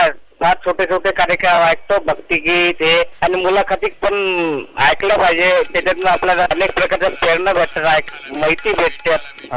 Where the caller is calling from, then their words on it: Maharashtra, India; वलगड इथून बोलतोय